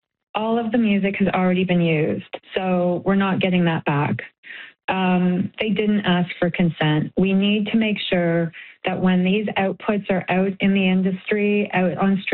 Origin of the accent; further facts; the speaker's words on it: Canada; our music as Canadians